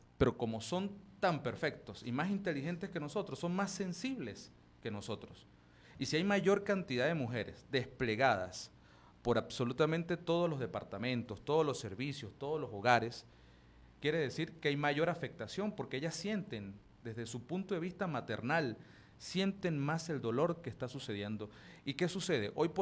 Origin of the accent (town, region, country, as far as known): Venezuela